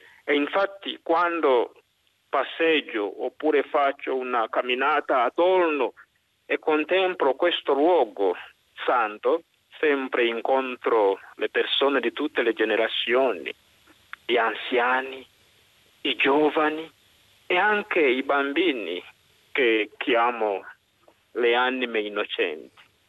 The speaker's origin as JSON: {"language": "Italian", "country": "Uganda", "moved": "yes", "lives_now": "Pietralba, Italy", "said": "vengo dall'Uganda"}